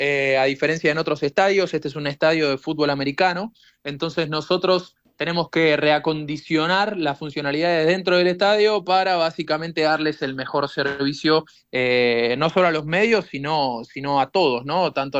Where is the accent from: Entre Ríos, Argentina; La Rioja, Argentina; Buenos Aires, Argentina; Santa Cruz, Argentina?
Buenos Aires, Argentina; born there; Exactamente, Buenos Aires.